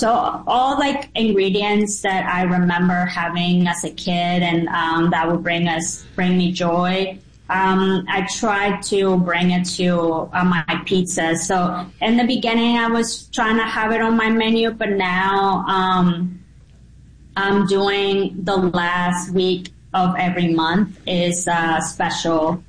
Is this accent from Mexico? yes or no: yes; Mexico; English is a second language; and while doing it, it just brings memories growing up in Mexico.